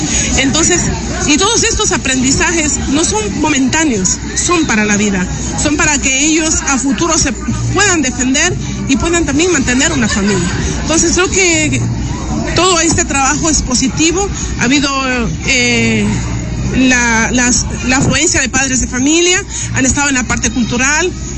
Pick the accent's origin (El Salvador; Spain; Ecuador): Ecuador; Morona Santiago; Somos de Monoa Santiago, tenemos una estadística alta en la cual pues la etnia shuar también es parte de nuestra vida cotidiana.